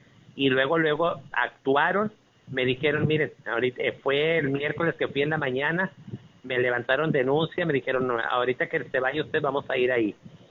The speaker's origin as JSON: {"language": "Spanish", "town": "Agujita", "region": "Coahuila", "country": "Mexico", "said": "como nos conocemos, somos aquí de Agujita. Le digo … así como me conocen aquí."}